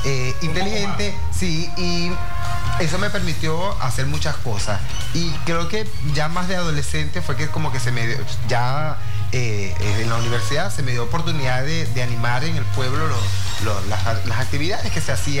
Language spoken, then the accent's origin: Spanish; Güiria, Sucre, Venezuela; now in Maturín, Venezuela; el que me conoce sabe que yo soy de Guiria, soy fiel defensor, y yo siempre donde me paro digo, yo soy de Guiria, del pueblo de Río Salado, en el estado Sucre, donde se come pescado, y aunque yo no como mucho pescado, pero donde se come pescado, y la playa está de mi casa a la playa, ahí 20 minutos máximo.